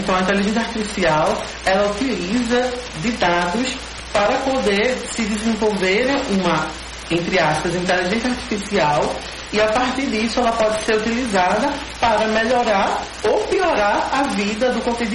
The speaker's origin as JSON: {"language": "Portuguese", "town": "Recife", "region": "Pernambuco", "country": "Brazil", "said": "eu sou do Ibura, né? Ibura é um território da Zona Sul periférico."}